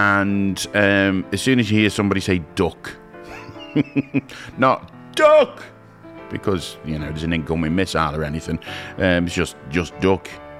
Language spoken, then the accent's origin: English; Stoke-on-Trent, West Midlands, United Kingdom; we know we're from Stoke.